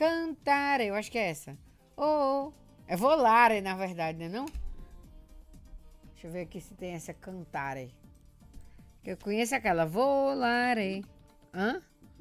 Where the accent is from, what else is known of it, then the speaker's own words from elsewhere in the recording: Fortaleza, Ceará, Brazil; Mas eu vou viajar pra minha terra, pra Fortaleza, ver minha mãezinha.